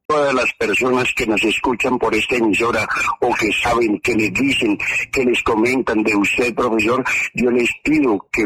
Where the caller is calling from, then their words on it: Muzo, Boyacá, Colombia; De aquí, de Muso, Boyacá